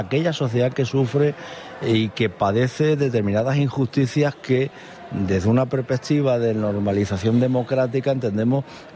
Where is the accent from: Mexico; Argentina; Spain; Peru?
Spain; Andalusia; Si es que al menos tengo una conciencia tan grande como andaluz, lo he vivido tanto, que no soy capaz de decirle a nadie que viene a buscarse la vida a una sociedad como la andaluza